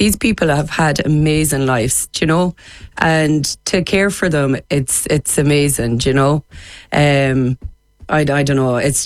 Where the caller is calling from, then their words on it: Ballycastle, Northern Ireland, United Kingdom; I'm from Ballycastle.